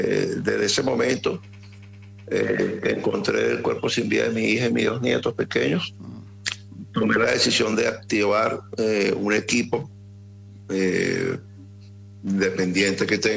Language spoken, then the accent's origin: Spanish; El Salvador; Ahí yo vengo un ejemplo, ¿no? Yo vengo de El Salvador y.